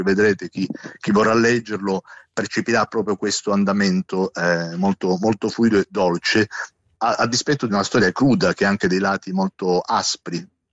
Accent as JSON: {"language": "Italian", "region": "Apulia", "country": "Italy", "said": "Veniamo dallo stesso ceppo meridionale, io pugliese, lui siciliano"}